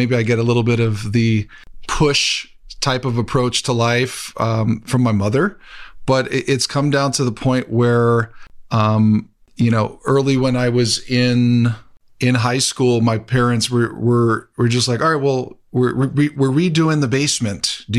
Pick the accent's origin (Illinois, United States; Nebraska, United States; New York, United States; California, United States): New York, United States; New York City; I'm a born and raised boy from Queens, New York, classic melting pot. People say, where are you from? What's your background? I'm like, well, my dad's an immigrant from Colombia who came to the U.S. when he was very young, about around 7 years old.